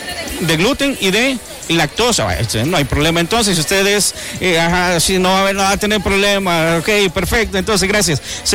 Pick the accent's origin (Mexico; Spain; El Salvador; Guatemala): El Salvador; Santa Ana; somos santanecos